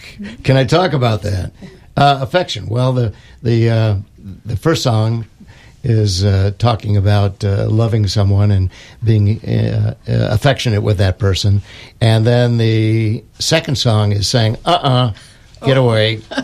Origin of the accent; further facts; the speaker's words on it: Hillsborough, California, United States; I grew up in California, in Hillsborough, California. … had a house right down the block from us.